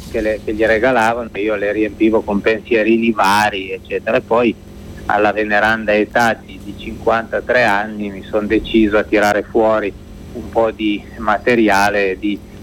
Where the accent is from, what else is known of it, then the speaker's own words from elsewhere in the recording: Lombardore, Piedmont, Italy; io sono piemontese, nato in Piemonte, ma mio papà è veneto e quindi siamo vicini come origini e di Vicenza.